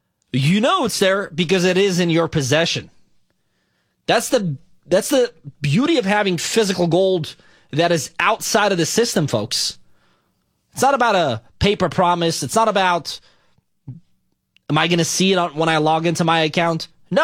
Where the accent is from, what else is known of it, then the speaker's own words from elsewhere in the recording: Beirut, Beirut Governorate, Lebanon; When I was a kid growing up in Lebanon, Beirut, we were going through a civil war